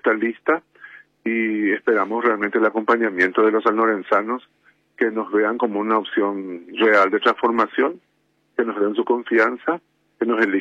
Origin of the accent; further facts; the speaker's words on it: San Lorenzo, Central, Paraguay; also born or lived in Asunción; mis raíces son de San Lorenzo, mi familia está viviendo allá, yo también, ¿verdad? Voy y vengo de San Lorenzo Asunción.